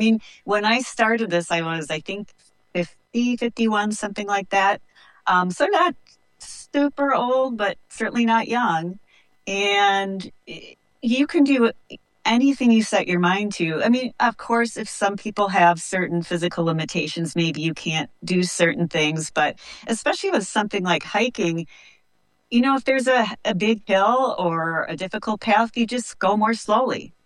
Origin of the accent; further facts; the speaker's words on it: Wisconsin, United States; there is a 1,200-mile hiking trail in my home state